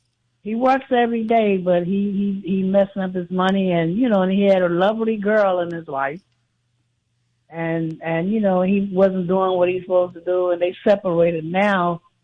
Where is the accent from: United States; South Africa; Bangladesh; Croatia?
United States; New York; Yes, I'm from New York.